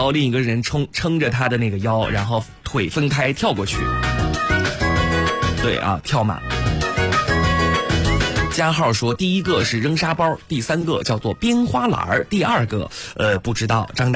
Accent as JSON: {"language": "Chinese", "town": "Xuzhou", "region": "Jiangsu", "country": "China", "said": "我以为咱们徐州人不玩斗鸡。"}